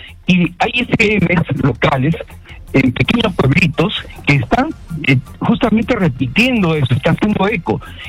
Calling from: Puno, Peru; Estoy llamando desde Puno.

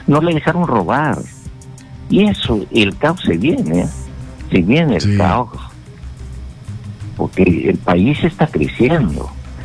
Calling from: Peru; Qué pena realmente en mi país.

